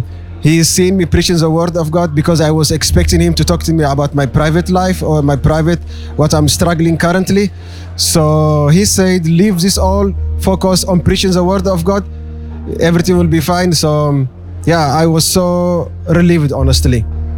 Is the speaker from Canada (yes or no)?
no; Eritrea; now in Germany; Originally, I'm from Eritrea, but I reside in Germany. So I come from Germany